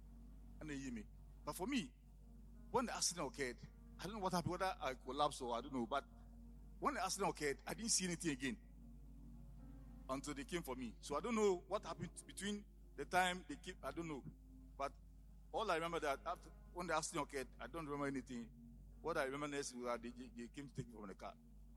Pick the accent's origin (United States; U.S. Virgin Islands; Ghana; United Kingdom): Ghana; Etibi; So they were bringing me from my hometown, Etibi, to Accra.